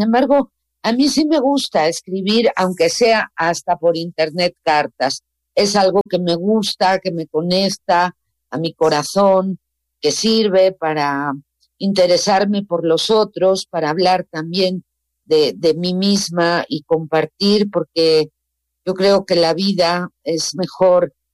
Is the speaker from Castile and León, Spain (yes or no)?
no; Asturias, Spain; moved away; also born or lived in Gijón; Yo nací en Gijón, en Asturias, y toda la vida me crié en aldeas de Asturias